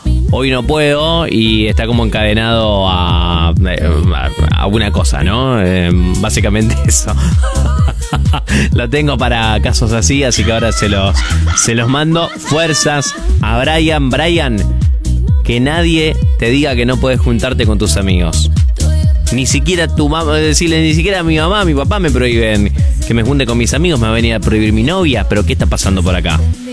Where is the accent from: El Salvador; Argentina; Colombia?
Argentina; Yo soy argentina porque hoy estábamos hablando de por qué estás orgulloso, orgullosa de ser argentino, argentina